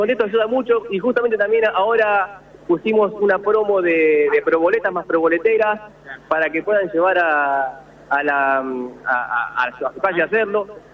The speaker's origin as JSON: {"language": "Spanish", "town": "9 de Julio", "region": "Buenos Aires Province", "country": "Argentina", "said": "Somos de 9 de Julio, provincia de Buenos Aires, la Cuenca Láctea"}